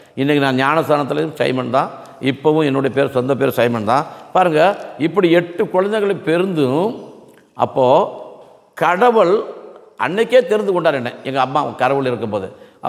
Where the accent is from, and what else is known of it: Tamil Nadu, India; born there